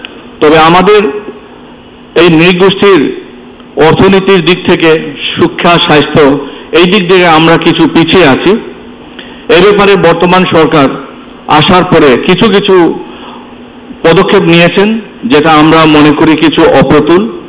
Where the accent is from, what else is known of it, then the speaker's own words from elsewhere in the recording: Sylhet, Sylhet Division, Bangladesh; আজ আমাদের সিলেটবাসীর জন্য একটি আনন্দ এবং গৌরবের একটা দিন।